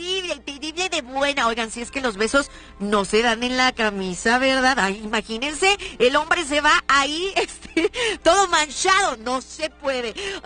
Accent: León, Guanajuato, Mexico; soy originaria de León, Guanajuato

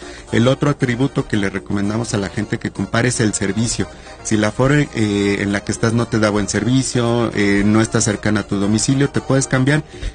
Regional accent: Mexico

